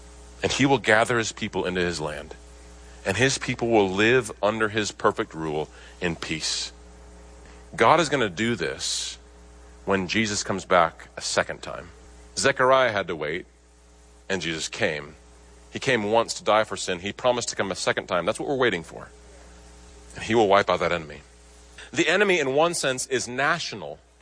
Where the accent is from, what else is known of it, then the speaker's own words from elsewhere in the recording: Nebraska, United States; You city folk might not know this, but I grew up in Nebraska, and my grandpa raised cattle, and we would often go out in the morning and check on the cattle.